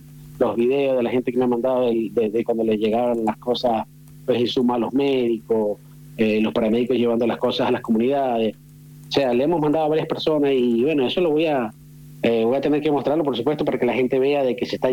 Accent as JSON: {"language": "Spanish", "country": "Venezuela", "moved": "yes", "lives_now": "San Juan, Argentina", "said": "desde el sábado temprano estábamos los venezolanos"}